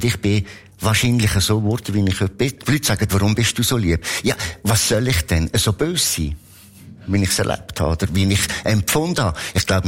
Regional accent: Lucerne, Switzerland; Und in Bern, ich als Luzerner, habe ich nicht einmal dürfen Beitrag auf Mundart lesen. Ich musste einen Berndeutschkurs machen.

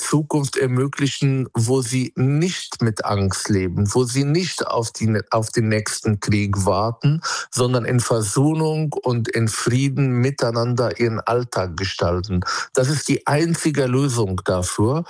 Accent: Palestine; Und ich möchte als Palästinenser die andere Seite betrachten

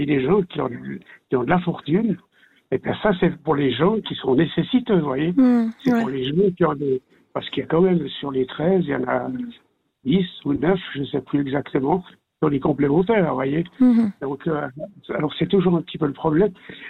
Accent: Switzerland; moved away as an adult; now in Lausanne region, Switzerland; moi, je suis né sur la frontière française. Mon père était fonctionnaire aux douanes

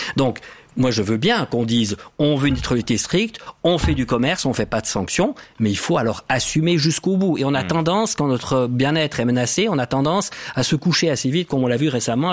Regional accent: Switzerland; Mais c'est pas parce qu'on est neutre. C'est parce qu'on est Suisse.

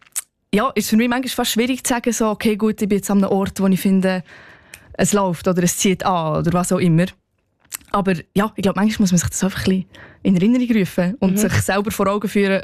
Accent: Balm, Solothurn, Switzerland; Ich bin eher der Kaffmensch aus dem 200-Seelendorf.

